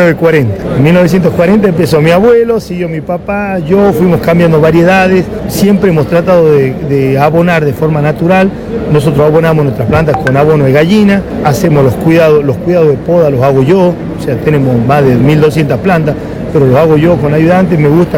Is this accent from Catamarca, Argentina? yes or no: yes; Belén, Catamarca, Argentina; soy de Catamarca, del interior de Catamarca, un pueblito que se llama Belén. Les cuento, soy de una zona que producimos nueces, yo soy tercera generación